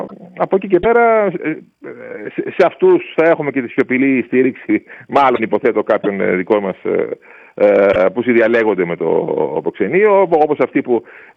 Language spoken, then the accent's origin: Greek; Greece; αλλά ως Έλληνας πολίτης και ως Έλληνας δημοσιογράφος, ο οποίος μετράει 30 τόσα χρόνια αποδεδειγμένα στο κουρμπέτι